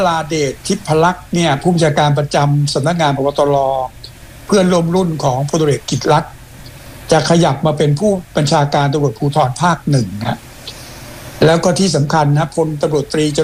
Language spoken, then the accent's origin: Thai; Surin, Thailand; accent: Surin accent; สำเนียงไงสุรินทร์